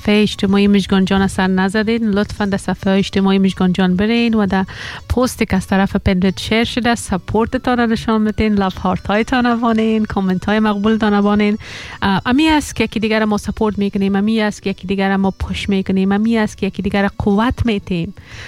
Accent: Afghanistan

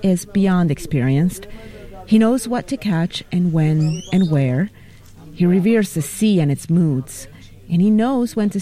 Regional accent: Venezuela; moved away; I grew up in Venezuela, along the Caribbean and not very far from Jamaica

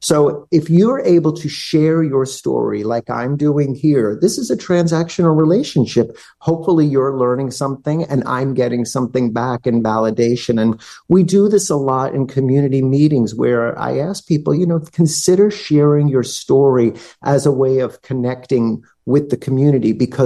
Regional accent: Staten Island, New York, United States; from Staten Island.

